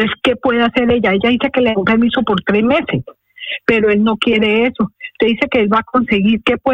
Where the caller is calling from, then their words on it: Madrid, Community of Madrid, Spain; de Madrid